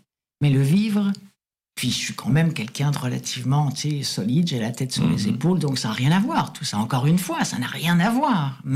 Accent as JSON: {"language": "French", "country": "France", "accent": "French", "lives_now": "Canada", "said": "Il y avait quelqu'un qui ne m'aimait pas, puis qui n'aimait pas mon accent français. Ça, j'ai eu beaucoup de mal avec ça ici au Québec."}